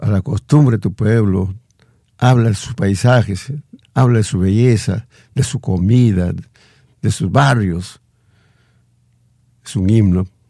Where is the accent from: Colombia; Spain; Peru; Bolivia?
Peru; gente muy amable, gente que no caracteriza, somos gente hospitalario, a comparación de otros pueblos, mi patria chica